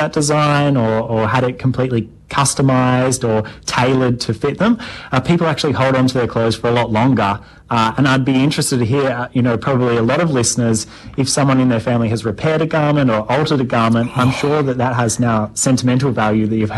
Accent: Tasmania, Australia; growing up in Tasmania, I grew up around lots of different textile mills, and over the years I've just seen them become empty.

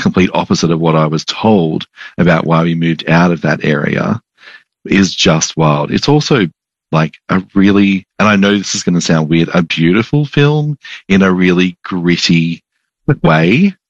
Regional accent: Sydney, New South Wales, Australia; I grew up in Sydney.

